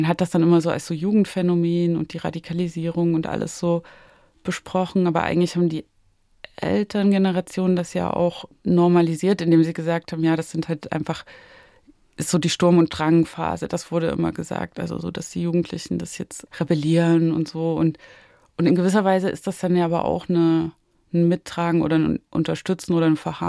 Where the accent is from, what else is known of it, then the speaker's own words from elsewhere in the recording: Saxony, Germany; also Sachsen oder da, wo ich aufgewachsen bin, Westsachsen, ist ja auch nah an der bayerischen Grenze, also Hof. Und da hat man eigentlich auch in dem kleinen Dorf, in dem ich aufgewachsen bin, so aus nächster Nähe gesehen